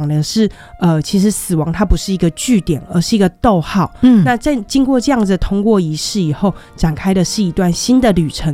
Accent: Taiwan; 我们台湾话叫过身

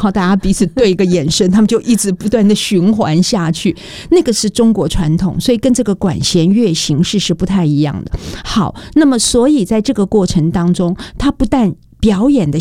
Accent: Taiwan; born there; 像我是在台湾出生的

